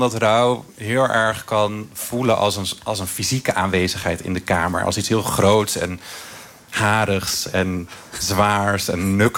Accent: Friesland, Netherlands; moved away; also born or lived in Groningen; Ik kom uit Friesland, Tim uit Zwolle. En ik woonde toen in Groningen.

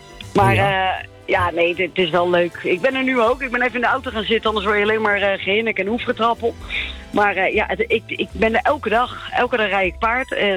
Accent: Netherlands; Ik ben sowieso echt zo'n een hele gekke Nederlander. Ik ben gek op alles wat Nederland heeft. Ik ben een trotse Nederlander.

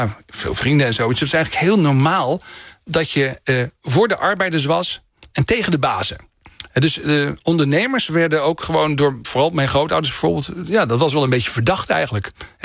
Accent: Groningen, Netherlands; Want ik kom uit Oost-Groningen.

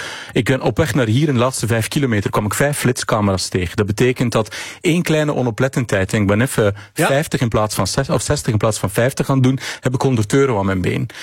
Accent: Flanders, Belgium; Ja, ik ben Vlaming van dienst.

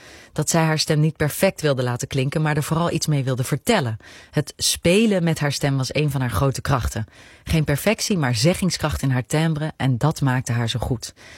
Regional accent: Etten-Leur, North Brabant, Netherlands; moved away as an adult; In Etten-Leur, waar ik opgroeide, had ik met zekerheid geweten dat ik naar de kleinkunstacademie wilde.

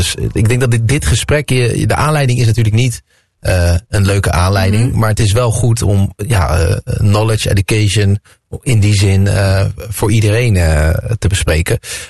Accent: Netherlands; ik ben echt de Nederlander dan, even om het zo te zeggen. En ik heb in mijn jeugd veel Creools vrienden gehad. Maar ik heb nu ook veel Hindoestaanse vrienden.

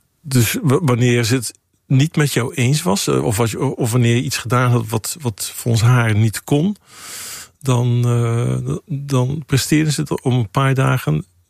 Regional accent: Zeeland, Netherlands; born there

